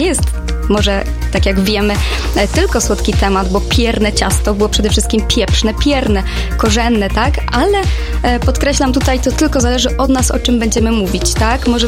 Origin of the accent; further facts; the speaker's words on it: Kuyavian-Pomeranian Voivodeship, Poland; moved away as an adult; now in Toruń, Poland; ja osobiście jestem z Podgórbia Dobrzynia, tam mam też rodziców, rodzice zajmują się uprawą roli